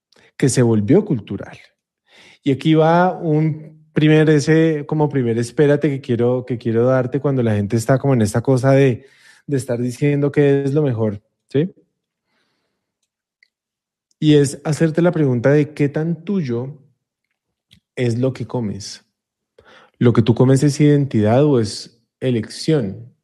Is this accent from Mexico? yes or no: no; Colombia; moved away; Yo soy colombiano